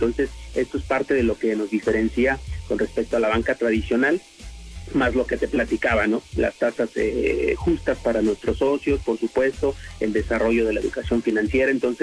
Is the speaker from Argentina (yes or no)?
no; Mexico; nos hace como mexicanos